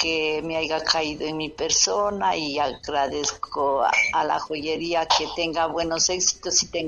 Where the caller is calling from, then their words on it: Tulcán, Carchi, Ecuador; Sí, sí, vine a Ibarra, fui, porque soy de Tulcán